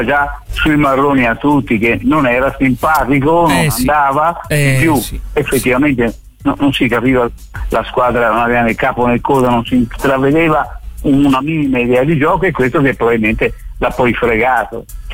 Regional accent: Florence, Tuscany, Italy; also born or lived in Milan; now in Como, Italy; ma io sono fiorentino anche se...

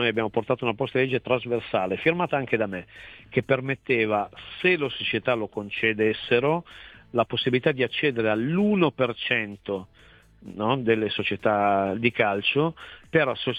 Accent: Turin, Piedmont, Italy; te lo dico da torinese perché l'ho vissuta in altri contesti

